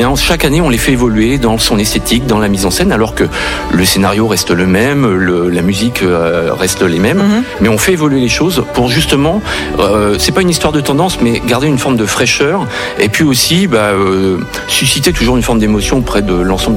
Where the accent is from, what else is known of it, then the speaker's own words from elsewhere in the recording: Pays de la Loire, France; Et moi j'ai grandi donc au Puy du Fou